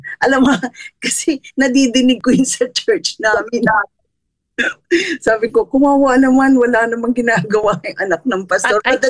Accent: Bacolod, Negros Island Region, Philippines; So, ako as I was growing up sa Bacolod, ganun din ang nadidinig ko

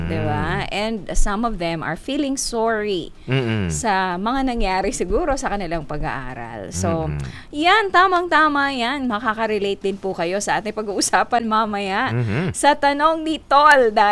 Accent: Tiwi, Bicol Region, Philippines; we're from Tiwi.

